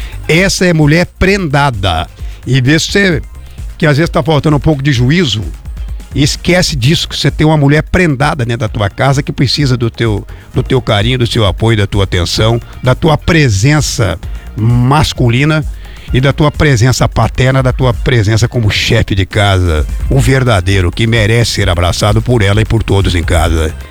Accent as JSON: {"language": "Portuguese", "town": "Jacarezinho", "region": "Paraná", "country": "Brazil", "tie": "born or raised there", "moved": "yes", "lives_now": "Santo Antônio da Platina, Brazil", "said": "Jacarezinho, minha terra natal."}